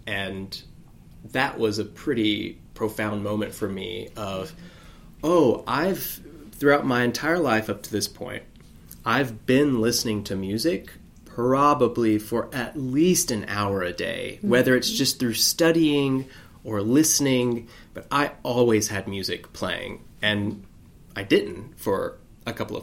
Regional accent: Alabama, United States; I grew up in Alabama, and you know, I went to a high school of, it was 90.

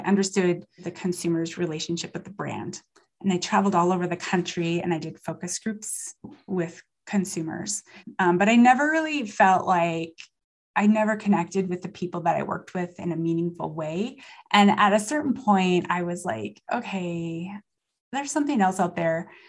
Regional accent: Wolf Point, Montana, United States; it was Mayberry when I was growing up in Wolf Point. I loved it very, very much. It was just a really wonderful place to grow up.

